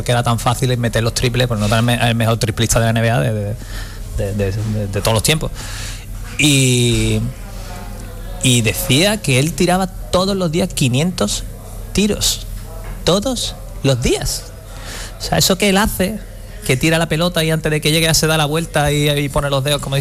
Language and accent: Spanish; Cádiz, Andalusia, Spain; le dije que soy de Cádiz.